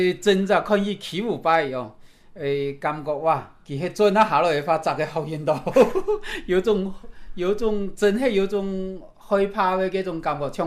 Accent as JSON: {"language": "Cantonese", "region": "Guangdong", "country": "China", "said": "两个班都系只有我一个广东人"}